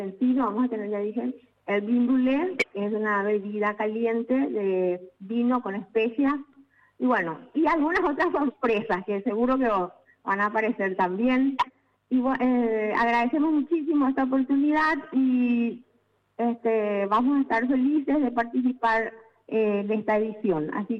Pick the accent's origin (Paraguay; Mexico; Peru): Paraguay; Bueno, sabemos la gran cantidad de inmigrantes italianos acá en nuestro país